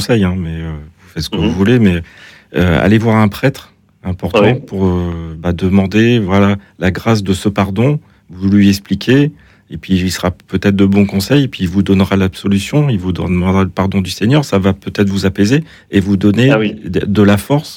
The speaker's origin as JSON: {"language": "French", "region": "Brittany", "country": "France", "said": "Je suis breton."}